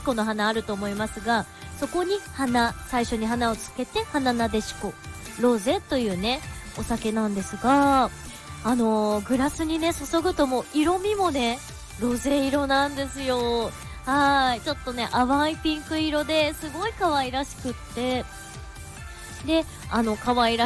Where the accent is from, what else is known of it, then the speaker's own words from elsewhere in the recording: Miyagi, Japan; 私のふるさと宮城県